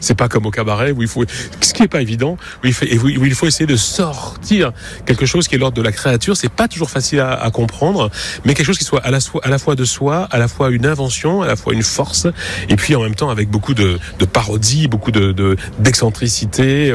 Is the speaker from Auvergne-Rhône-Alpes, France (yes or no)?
yes; Lyon, Auvergne-Rhône-Alpes, France; now in Reims, France; Oui bonjour, effectivement moi je viens de Lyon. Ce qui a fait que je suis ici à Reims